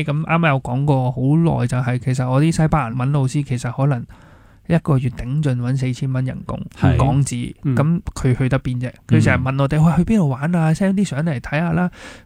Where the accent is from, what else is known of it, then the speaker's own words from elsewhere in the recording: Hong Kong; born there; 我成日都会觉得我喺香港出世系好幸福嘅